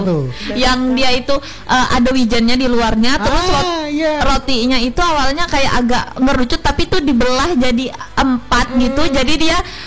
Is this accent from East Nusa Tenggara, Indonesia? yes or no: no; Semarang, Central Java, Indonesia; moved away; aku nih asalnya dari Semarang